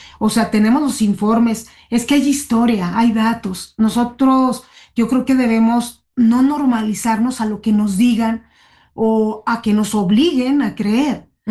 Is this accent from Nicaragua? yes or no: no; Mexico; no somos tontos los mexicanos